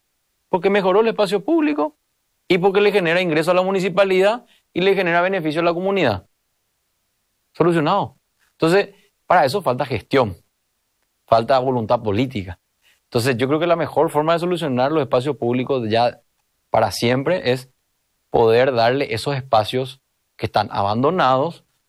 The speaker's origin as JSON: {"language": "Spanish", "region": "Asunción", "country": "Paraguay", "tie": "born or raised there", "said": "yo soy de sajoniero hasta los 14 años. Yo me crié en Sajonia, en la República de Sajonia. Vivía detrás de la seccional 21. O sea, conozco la seccional desde que soy chiquitito por eso. Yo jugaba fútbol en la seccional."}